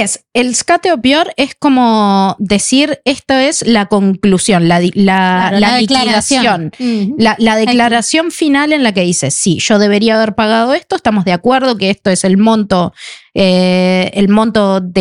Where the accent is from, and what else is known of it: Sweden; Spanish is a second language